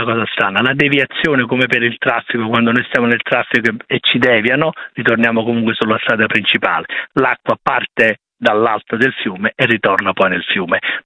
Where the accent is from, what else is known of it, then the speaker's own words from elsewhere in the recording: Campagna, Campania, Italy; ma non perché sono di Campania